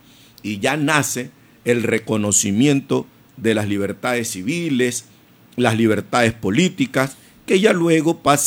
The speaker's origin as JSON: {"language": "Spanish", "region": "Esmeraldas", "country": "Ecuador"}